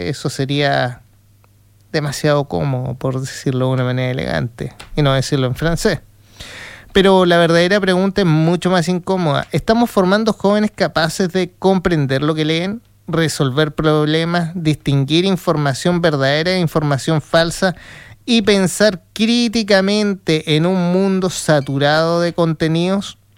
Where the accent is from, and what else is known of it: Chile